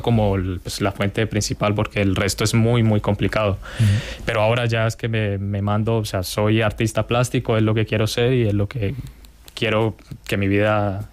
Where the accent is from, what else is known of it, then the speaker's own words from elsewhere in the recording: Colombia; now in Spain; soy de Colombia, yo allí no pintaba